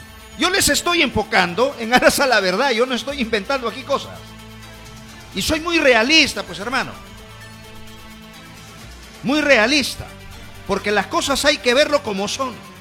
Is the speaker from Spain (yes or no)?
no; Peru; Usted como peruano de a pie común y corriente